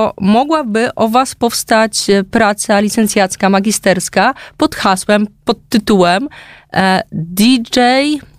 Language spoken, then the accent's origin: Polish; Lublin Voivodeship, Poland; ja jestem z Lubelszczyzny, cebularz.